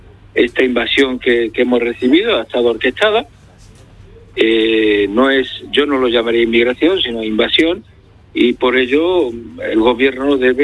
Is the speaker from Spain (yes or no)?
yes; Ceuta, Spain; Nosotros los que somos de Ceuta y vemos el día a día